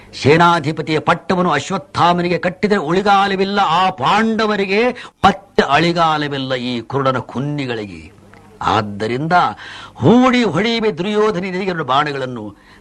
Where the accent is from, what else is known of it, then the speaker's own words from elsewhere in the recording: Hanumasagar, Karnataka, India; born there; ನಂದು ಹುಟ್ಟಿದ ಸ್ಥಳ ರಾಯಚೂರು ಡಿಸ್ಟ್ರಿಕ್ಟ್ ಕುಷ್ಟಗಿ ತಾಲೂಕು ಹನುಮಸಾಗರ ಅಂತ.